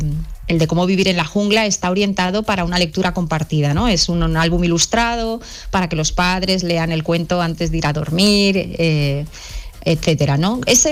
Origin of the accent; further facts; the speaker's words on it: Spain; Yo soy del Pirineo y el bosque me acompaña en muchísimos libros